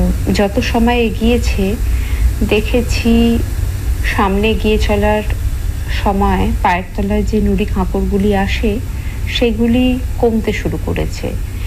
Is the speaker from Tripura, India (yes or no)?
no; Kolkata, West Bengal, India; moved away as an adult; now in Delhi, India; আমি দিল্লি থেকে … বলছি। আমার জন্ম বেড়ে ওঠা সবই কলকাতায়। শিক্ষার প্রথম ভাগটা আমি কলকাতা থেকেই সমাপ্ত করি, বিয়ে হয় দিল্লিতে। 18 বছর আগে দিল্লি চলে আসা